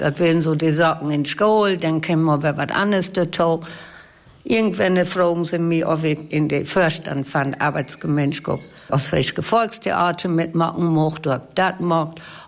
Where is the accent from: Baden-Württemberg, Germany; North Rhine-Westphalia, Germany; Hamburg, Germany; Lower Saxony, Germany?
Lower Saxony, Germany; über 40 Jahre in diesem neuen Dorf, hier mitten in Ostfriesland. Und das ist mir wichtig, weil das ist meine Heimat.